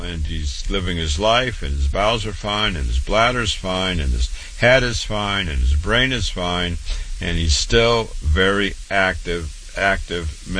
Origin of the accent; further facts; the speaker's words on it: Waterloo, Iowa, United States; born and raised in Waterloo, Iowa, went to public school, MD at 25